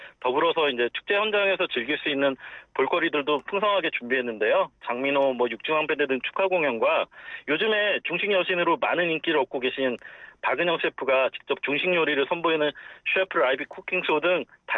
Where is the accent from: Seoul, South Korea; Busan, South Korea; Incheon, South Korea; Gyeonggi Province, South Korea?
Incheon, South Korea; 저는 인천이 고향이고 또 공무원 생활도 인천에서 하고 있기 때문에